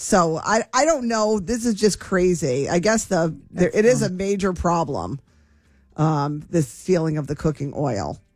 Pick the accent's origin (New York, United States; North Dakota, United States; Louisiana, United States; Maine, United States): New York, United States; Fairport; I am from Fairport, New York.